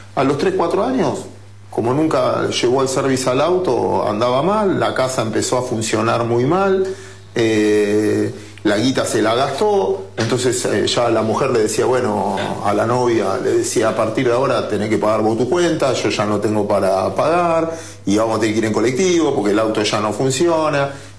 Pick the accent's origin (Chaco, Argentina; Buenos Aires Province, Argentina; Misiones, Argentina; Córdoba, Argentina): Buenos Aires Province, Argentina; Mar del Plata; Yo soy de Mar del Plata y soy fanático, era fanático enfermo del gráfico.